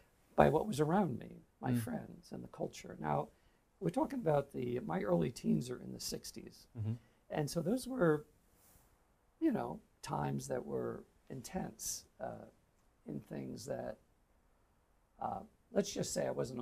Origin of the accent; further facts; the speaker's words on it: New York, United States; So I'm from New York, Long Island. I think I was brought up with faith.